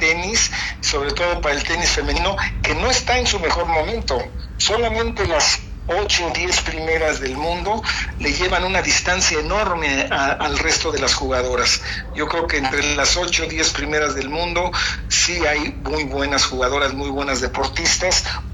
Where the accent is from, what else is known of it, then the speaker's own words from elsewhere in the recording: Mexico; now in United States; me vine a México estos días